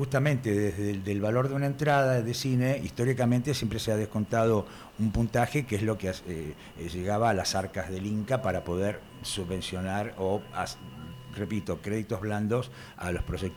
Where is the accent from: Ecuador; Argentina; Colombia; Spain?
Argentina; somos los argentinos.